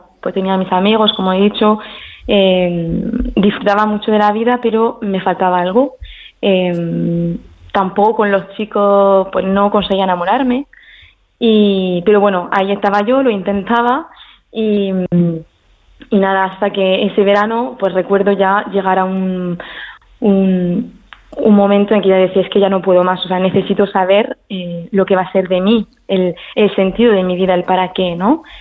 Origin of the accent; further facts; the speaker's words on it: Paris, Île-de-France, France; moved away as an adult; mi madre española, murciana, y yo nací en París y viví ahí hasta, pues, hasta los 22 años, hasta que entré al convento.